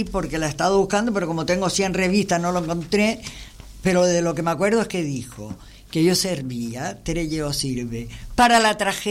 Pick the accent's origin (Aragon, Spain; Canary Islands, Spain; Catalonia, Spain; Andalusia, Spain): Canary Islands, Spain; soy canaria.